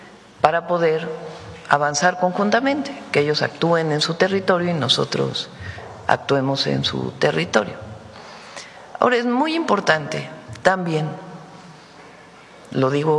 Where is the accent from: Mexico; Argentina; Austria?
Mexico